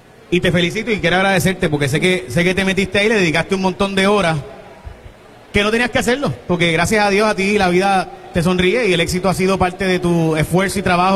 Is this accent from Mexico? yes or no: no; Puerto Rico